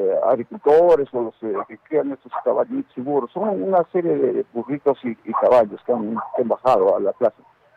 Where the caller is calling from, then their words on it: Arequipa, Peru; Yo soy vecino de la Tomilla acá de la plaza